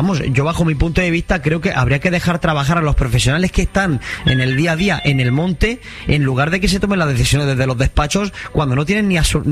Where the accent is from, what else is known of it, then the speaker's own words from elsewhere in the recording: Oria, Andalusia, Spain; en mi pueblo, en Oria